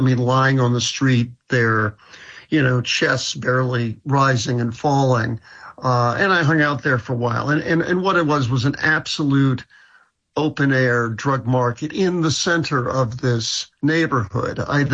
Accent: New York City, New York, United States; And I should say, I grew up in New York City.

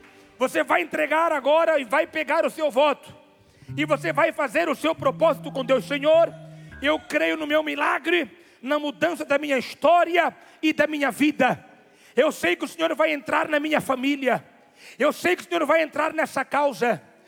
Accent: Mozambique; Voltei ao Brasil, daqui peguei o avião, voltei para a minha terra, Moçambique.

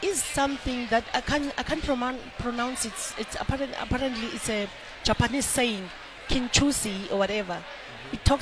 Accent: Cape Town, Western Cape, South Africa; I was born and bred in Cape Town from Langa.

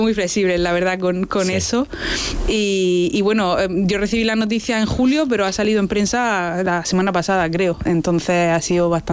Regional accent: Region of Murcia, Spain

